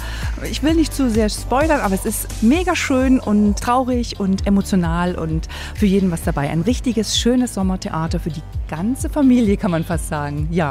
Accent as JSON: {"language": "German", "town": "Dresden", "region": "Saxony", "country": "Germany", "said": "Hallo und guten Morgen. … Ich bin aus Dresden und ich freue mich ganz besonders auf ein Theater-Event im Hechtviertel in Dresden."}